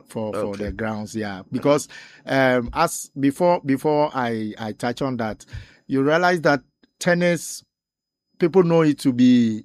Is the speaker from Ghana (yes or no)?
yes; Winneba, Central Region, Ghana; I was born in Winneba, and I was raised up in Winneba.